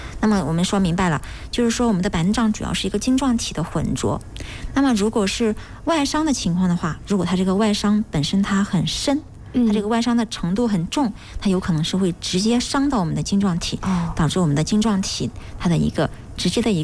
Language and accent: Chinese; Wuhan, Hubei, China; 我们武汉人